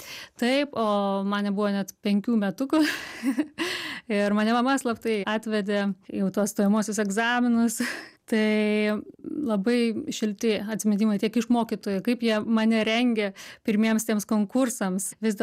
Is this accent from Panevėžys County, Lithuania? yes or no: yes; Pasvalys, Panevėžys County, Lithuania; also born or lived in Tetervinai; Nors aš gimiau taip pačiam Pasvaly, ten tie patys pirmieji meteliai buvo miestelėje pačiame, o tada jau pavyko susigražinti mano senelių statytus namus. Mes išsikrausim jau į Tetervinus.